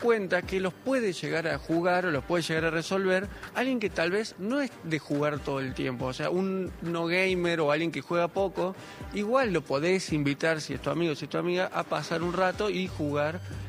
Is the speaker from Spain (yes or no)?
no; Jujuy, Argentina; somos tres jujeños y un cordobés